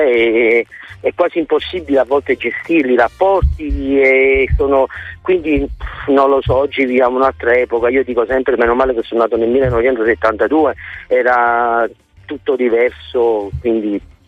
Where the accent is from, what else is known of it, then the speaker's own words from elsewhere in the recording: Naples, Campania, Italy; now in Germany; però io vivo in una piccola cittadina alle porte di Francoforte, a mezz'ora, o perché vuoi solo che sono napoletano, quindi ho un modo diverso.